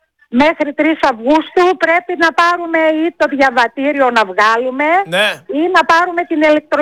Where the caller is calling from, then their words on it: Thermi, Central Macedonia, Greece; Είμαι από Θέρμη.